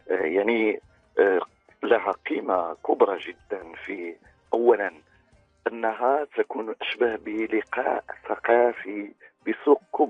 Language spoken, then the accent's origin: Arabic; Morocco